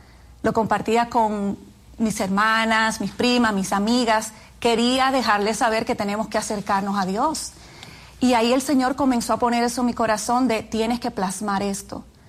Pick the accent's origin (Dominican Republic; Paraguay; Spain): Dominican Republic; moved away as an adult; now in New York, United States; Soy dominicana. Nací en República Dominicana, sí. Y ahí me crié, fui a la universidad en República Dominicana y vine luego a New York a estudiar.